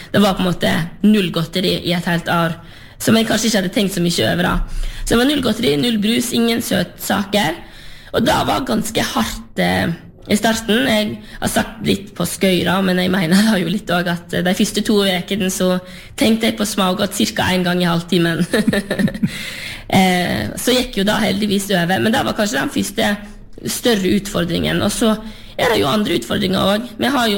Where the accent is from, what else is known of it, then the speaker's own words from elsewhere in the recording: Sørheim, Vestland, Norway; jeg kommer jo fra Sørheim på sørsiden av Lustrafjorden, og etter hvert som jeg har vært større, så oppdaget jeg jo at verden er større enn Sørheim